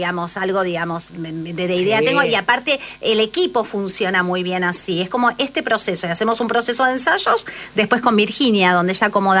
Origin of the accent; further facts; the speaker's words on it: Argentina; Soy una grupi argentina, no, me encanta.